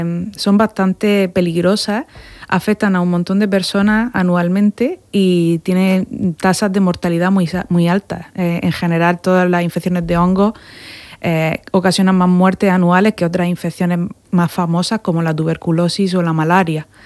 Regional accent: Fuente Álamo, Region of Murcia, Spain; also born or lived in Durham, North Carolina, United States / Elche, Spain; yo soy de Las Palas, de Murcia. Y estudié biología en la Universidad de Murcia, ahí me doctoré y luego me mudé a Estados Unidos, a la Universidad de Duke, donde he estado 4 años.

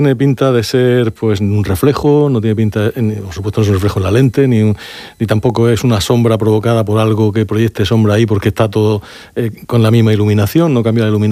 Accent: Spain; Pues sí, es que así somos los españoles.

